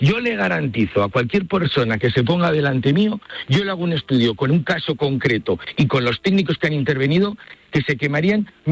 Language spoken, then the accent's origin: Spanish; Zaragoza, Aragon, Spain; Claro, yo soy de Zaragoza, tengo un montón de amigos, gente, familiares de amigos